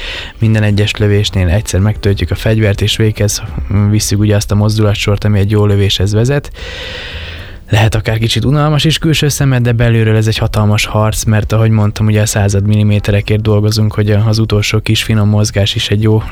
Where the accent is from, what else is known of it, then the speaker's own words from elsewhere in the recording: Komárom, Komárom-Esztergom, Hungary; szerencsés helyzetem volt, hogy én komáromiként szerettem meg a sportlövészetet, hiszen a komáromi sportlövészet az évtizedekre nyúlik vissza